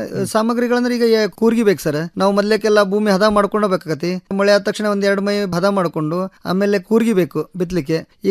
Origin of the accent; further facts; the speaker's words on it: Karnataka, India; moved away as an adult; now in Dharwad, India; ನಾನು ಮೂಲತಃ ಅಮರುಗಳವನಾದ್ರೂ ನಾನು ಧಾರವಾಡದಲ್ಲಿ ಬಂದು ವಾಸಿಸ್ತೇನೆ.